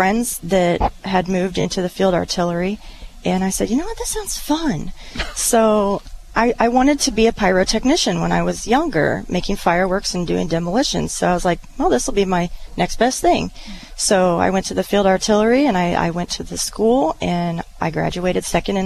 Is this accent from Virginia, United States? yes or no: no; Springfield, Illinois, United States; also born or lived in Lincoln, Illinois; now in Auburn, United States; I grew up here in Springfield and surrounding areas. I still live close. I live in Auburn.